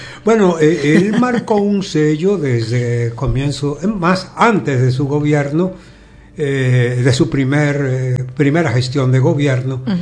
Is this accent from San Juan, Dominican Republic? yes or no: no; La Vega, Dominican Republic; Como vegano, como dominicano